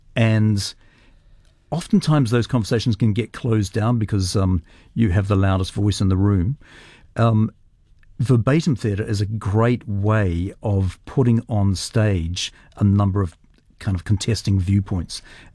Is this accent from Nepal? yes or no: no; Singapore; I was brought up in Singapore when my father was the chaplain of St. Andrew's College in Singapore